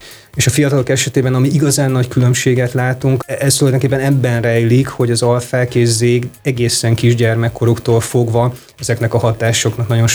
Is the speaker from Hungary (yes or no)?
yes; Hungary